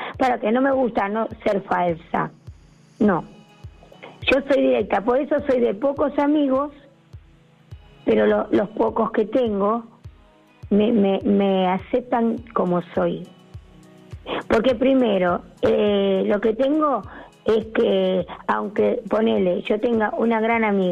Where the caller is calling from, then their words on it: Buenos Aires, Argentina; Soy acá de Cava, de Capital.